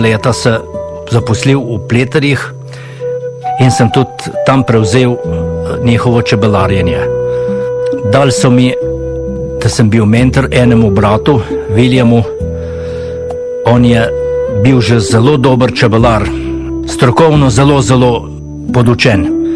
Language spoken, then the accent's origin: Slovenian; Gruča, Southeast Slovenia, Slovenia; Naj se predstavim … iz Gruče, čebelar že kar lep čas.